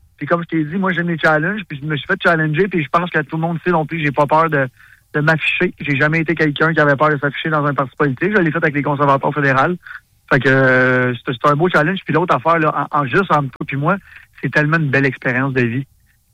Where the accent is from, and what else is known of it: Montreal, Quebec, Canada; now in Laval, Canada